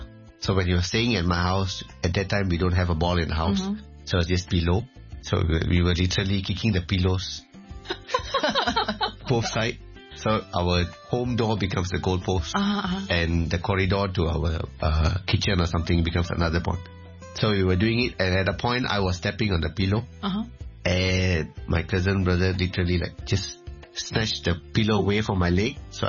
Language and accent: English; Malaysia; moved away as an adult; also born or lived in China; now in Hong Kong; we as Malaysian